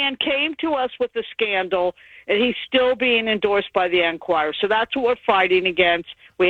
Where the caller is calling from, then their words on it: Mariemont, Ohio, United States; Being from Marymount, Landsman was my former congressman until the redistricting